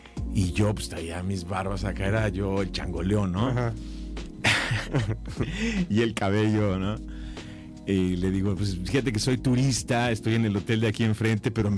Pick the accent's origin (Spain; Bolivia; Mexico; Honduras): Mexico; Soy mexicano, soy turista